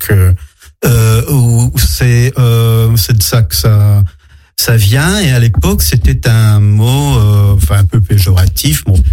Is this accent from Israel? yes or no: yes; Israel; first language Hebrew; French is a second language; l'hébreu était quelque chose que je maniais, que je manie avec une certaine facilité. Enfin, c'est ma langue maternelle, c'est ma langue évidente.